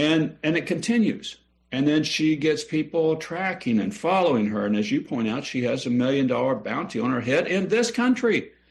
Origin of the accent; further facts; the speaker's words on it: Kansas, United States; growing up in Kansas